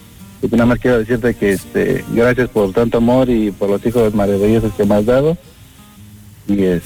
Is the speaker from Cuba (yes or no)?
no; Loreto, Baja California Sur, Mexico; also born or lived in La Paz; Bueno, yo soy de Loreto y La Paz, pero ahorita estamos aquí por el metro de refinería.